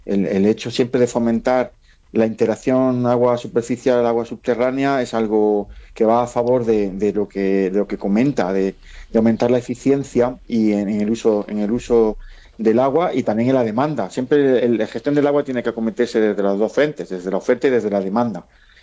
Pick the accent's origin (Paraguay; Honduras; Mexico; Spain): Spain; Andalusia; En las ciudades andaluzas, Yo soy andaluz, eso es de primer orden de preocupación en las ciudades andaluzas